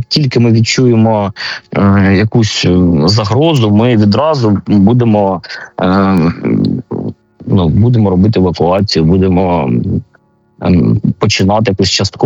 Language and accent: Ukrainian; Kharkiv, Kharkiv Oblast, Ukraine; Але ми, харків'яни, віримо, якщо ми утрималися в 22-му році, то ми зараз точно втримаємося.